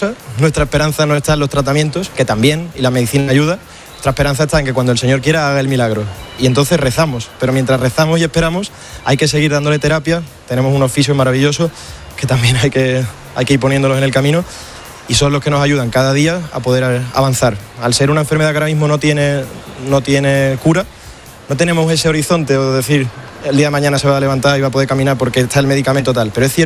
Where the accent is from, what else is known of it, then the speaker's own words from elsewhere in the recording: Seville, Andalusia, Spain; Nosotros venimos desde Sevilla, somos 8 hermanos